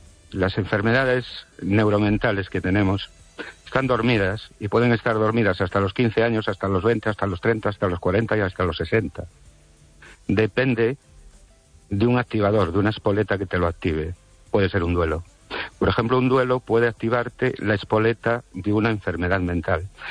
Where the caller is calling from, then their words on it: Ourense, Galicia, Spain; de Orense